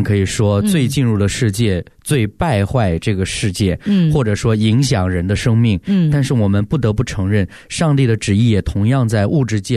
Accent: China

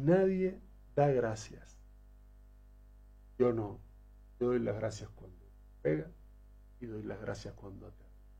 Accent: Cuba; moved away; Soy cubano.

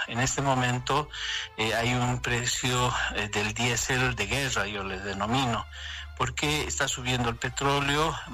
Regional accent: Bolivia; Y nosotros no lo podemos pagar como bolivianos, porque en primer lugar nuestros ingresos no son internacionales ni de guerra

